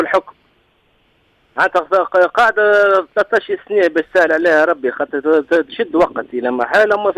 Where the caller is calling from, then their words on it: Tunis, Tunis Governorate, Tunisia; انا من تونس.